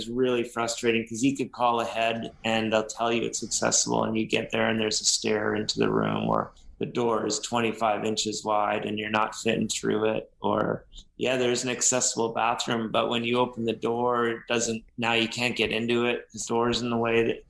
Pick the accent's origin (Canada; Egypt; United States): Canada; I'll tell people I'm from Canada